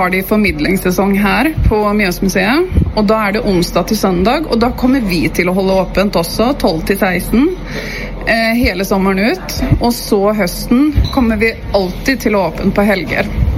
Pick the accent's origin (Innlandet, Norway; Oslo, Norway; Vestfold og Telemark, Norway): Oslo, Norway; born there; also born or lived in Sweden; Jeg er født i Oslo, men så har jeg bodd i Sverige de siste 23 årene.